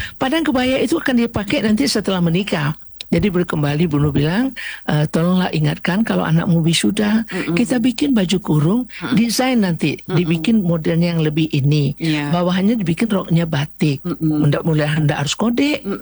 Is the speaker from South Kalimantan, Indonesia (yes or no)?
no; West Sumatra, Indonesia; Kalau kita Minang nggak pakai batik di bawah.